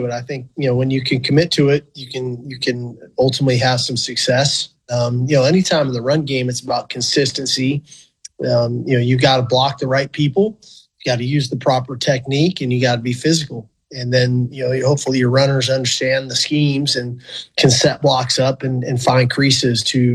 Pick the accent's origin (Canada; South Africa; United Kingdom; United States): United States; California; now in Texas, United States; as a kid growing up in California